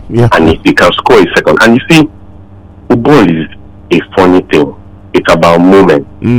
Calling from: Lagos, Nigeria; I'm calling from Lagos. One of my houses.

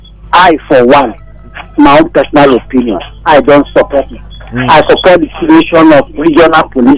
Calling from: Abaranje, Lagos, Nigeria; I'm calling from Abaranje

